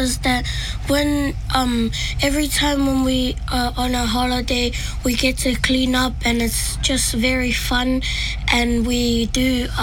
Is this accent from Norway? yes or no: no; Tonga; I am 10 years old, and I come from Kolofo'o and Fasimoyafu.